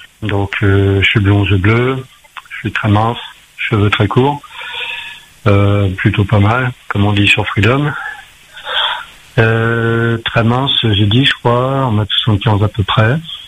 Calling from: Le Tampon, Réunion; Je suis aux oreilles, j'habite au Tampon.

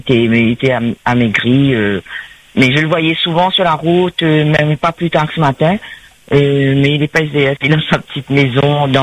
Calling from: Sainte-Marie, Réunion; moi j'habite à Sainte-Marie

